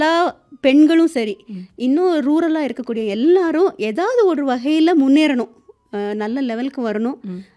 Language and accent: Tamil; Kanyakumari, Tamil Nadu, India; கன்னியாகுமரி என்னோட சொந்த ஊர்.